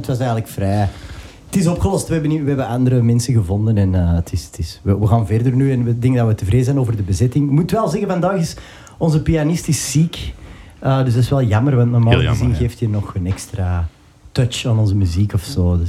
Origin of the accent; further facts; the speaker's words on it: Ekeren, Flanders, Belgium; Ik ben van Ekeren, dus dat hoort erbij.